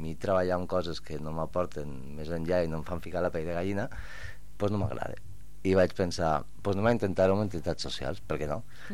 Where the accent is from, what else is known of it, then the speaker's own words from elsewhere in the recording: Lleida, Catalonia, Spain; now in El Prat de Llobregat, Spain; jo que soc forani entre cometes, ara ja diem que soc lleidatà de Potablava